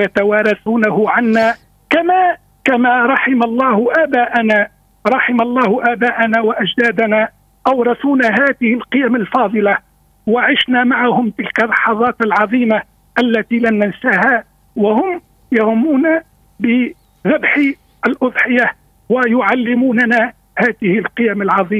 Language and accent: Arabic; Tunisia; بلادنا تونس